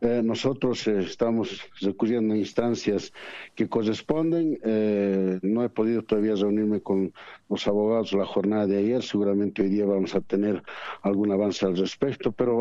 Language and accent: Spanish; Potosí, Bolivia; nuestro tradicional frío solo para los potosinos. Los potosinos entendemos lo que es estas bajas temperaturas.